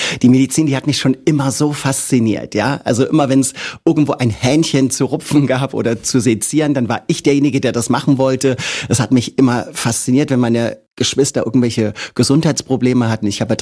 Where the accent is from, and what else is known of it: Magdeburg, Saxony-Anhalt, Germany